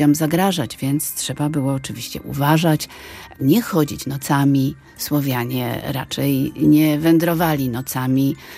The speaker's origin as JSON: {"language": "Polish", "town": "Przemyśl", "region": "Subcarpathian Voivodeship", "country": "Poland", "said": "Tak, przyjechałam z Przemyśla."}